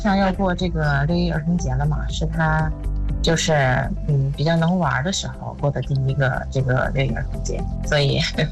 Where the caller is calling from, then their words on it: Baoding, Hebei, China; 我是保定的啊，